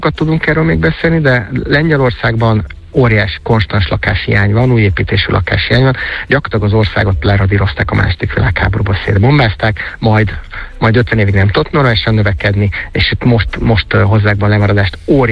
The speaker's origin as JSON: {"language": "Hungarian", "country": "Hungary", "said": "nálunk Magyarországon"}